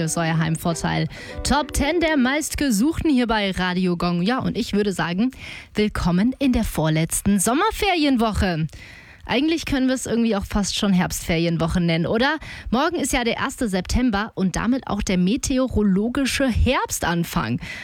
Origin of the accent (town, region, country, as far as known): Germany